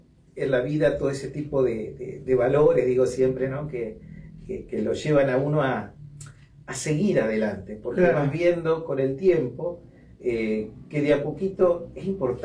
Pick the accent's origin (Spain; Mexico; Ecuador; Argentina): Argentina; Maciá, Entre Ríos; Yo vivía en Maciá, soy oriundo de Maciá, departamento Tala. Al lado de mi casa había una canchita de fútbol.